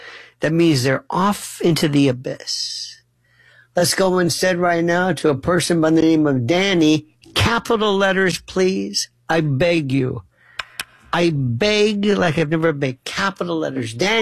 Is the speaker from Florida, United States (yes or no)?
yes; Florida, United States; All I know is growing up, as far as I was, and I'm originally from Florida where we had Cubans in the Mariel boat lift in the 80s.